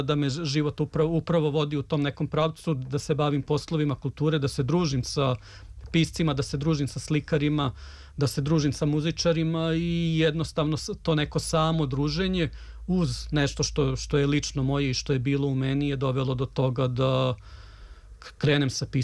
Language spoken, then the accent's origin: Serbian; Belgrade, Serbia; u stvari nekima od nas je Beograd zavičaj, i sasvim je logično da i mi imamo zavičajnu biblioteku